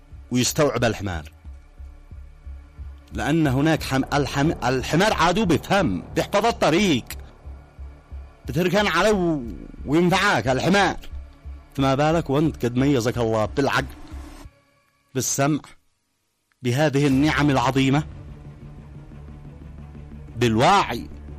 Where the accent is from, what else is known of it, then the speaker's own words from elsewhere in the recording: Yemen; وانت يمني وانا يمني